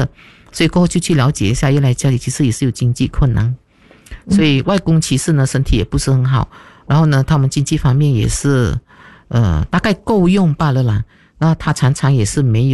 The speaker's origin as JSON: {"language": "Chinese", "country": "Malaysia", "lives_now": "Sri Aman, Malaysia", "said": "我们马来西亚就是可能我们这个斯里阿曼小城市"}